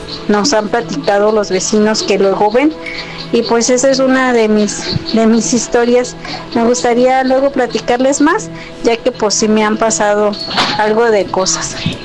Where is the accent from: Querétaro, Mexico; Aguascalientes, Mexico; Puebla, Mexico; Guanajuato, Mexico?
Guanajuato, Mexico; Celaya; me gustaría contarles una historia. Yo soy originaria de Celaya, Guanajuato. Cuando era una niña, tendría como 8 años, yo vivía antes en la casa de mi abuelita.